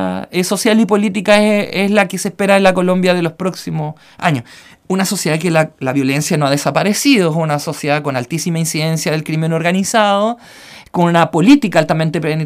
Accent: Chile

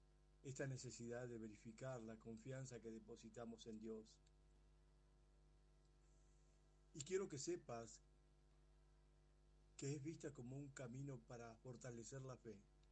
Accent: Argentina; soy de Argentina

